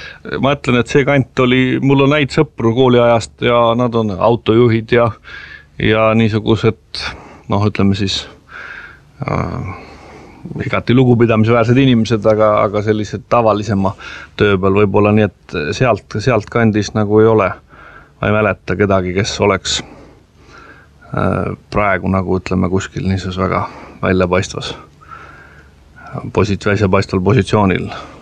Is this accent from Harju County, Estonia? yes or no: yes; Tallinn, Harju County, Estonia; No minu lapsepõlv möödus Lillekülas , nii et ma olen seal sündinud ja seal siis ka elanud kuni ülikooli minekuni ja minu vanemad elasid seal kuni isa surmani 83. aastal , nii et siis ema kolis ka sealt ära , nii et ma olen nagu Lilleküla poiss